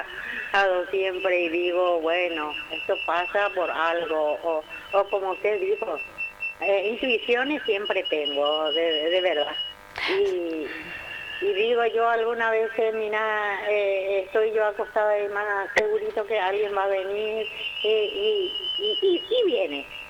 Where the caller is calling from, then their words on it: Asunción, Paraguay; De acá, de Asunción, de Santísima Trinidad.